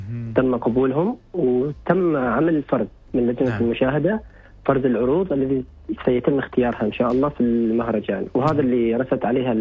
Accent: Dhofar, Oman; المواهب اللي عندنا هنا كشباب ظفاريين أو عمانيين

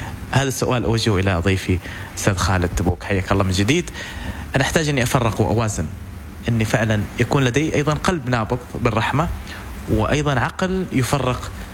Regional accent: Oman; إحنا كمجتمع عماني

